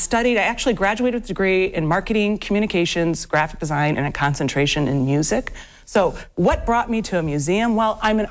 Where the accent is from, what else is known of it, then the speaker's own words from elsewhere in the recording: Mansfield, Ohio, United States; I'm from Mansfield, Ohio, originally.